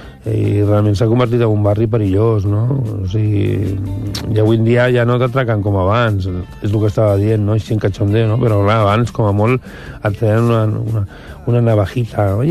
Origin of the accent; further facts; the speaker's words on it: Barcelona, Catalonia, Spain; sí, tot soc del Raval de tota la vida, els meus avis, els meus besavis també.